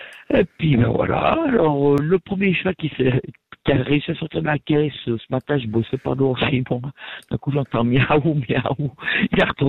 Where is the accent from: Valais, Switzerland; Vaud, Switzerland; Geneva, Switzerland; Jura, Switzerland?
Valais, Switzerland; Parce que j'ai des emmerdes, je suis du Valais, j'ai des flics au cul parce que je me promène à pieds nus